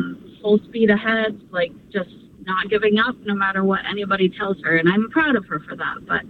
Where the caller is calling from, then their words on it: Rochester, New Hampshire, United States; I'm from Rochester, but currently driving to Portsmouth.